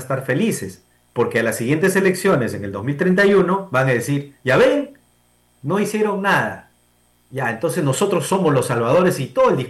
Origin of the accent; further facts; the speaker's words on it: Peru; Cada uno como peruano responsable.